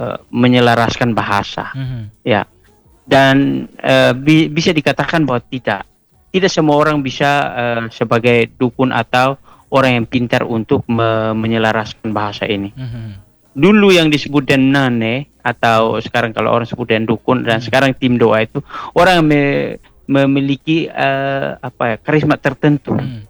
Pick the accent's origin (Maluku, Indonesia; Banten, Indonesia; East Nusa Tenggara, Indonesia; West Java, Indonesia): East Nusa Tenggara, Indonesia; ketika kita bertemu dan damai, ritualnya dalam kalangan kami orang Atoni itu adalah nakiti.